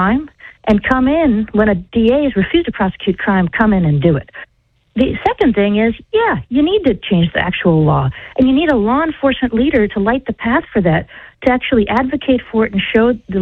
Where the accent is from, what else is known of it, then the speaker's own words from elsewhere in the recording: New York, United States; born there; I was born in New York. I came here. Actually, my parents came here in the 1980s. From India. We're an immigrant family, and we came for a better life.